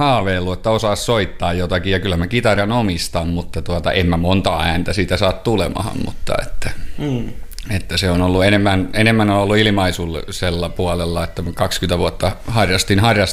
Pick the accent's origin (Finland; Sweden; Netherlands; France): Finland; Lapua, South Ostrobothnia; Se on Männikkö tai Haapakosken kylähän se virallisesti oikein alueellisesti on, mutta siellä on sellainen Männikön osa siinä niin tässä Lapualla, että aivan muutaman kilometrin päästä Tiistejoesta.